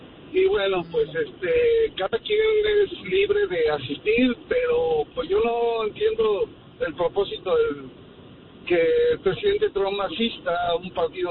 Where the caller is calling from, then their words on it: Chicago, Illinois, United States; De la ciudad de los vientos, Chicago, Illinois.